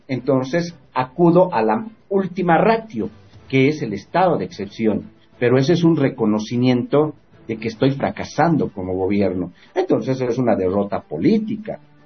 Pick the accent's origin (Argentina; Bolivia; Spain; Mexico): Bolivia; Oruro; yo soy de Oruro